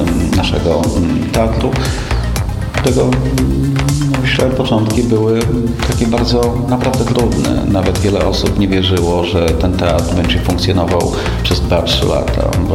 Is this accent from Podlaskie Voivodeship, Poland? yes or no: yes; Łomża, Podlaskie Voivodeship, Poland; że ktoś się pytał z osób, z których poznałem, skąd jestem, że jestem z Łomży